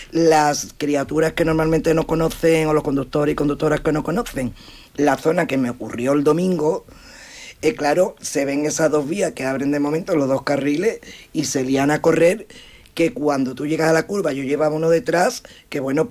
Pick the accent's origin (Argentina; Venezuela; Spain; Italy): Spain; Algeciras, Andalusia; yo que soy del Parque Bolonia, diremos de malcriada y hasta hace muy poco que ya me fui.